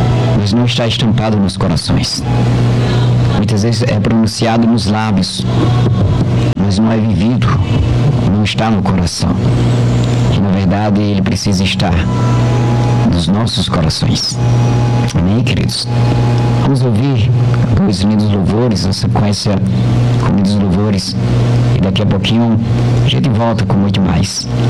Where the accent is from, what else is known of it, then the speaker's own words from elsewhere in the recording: Campina Grande, Paraíba, Brazil; para toda Campina Grande, para minha terra, minha cidade.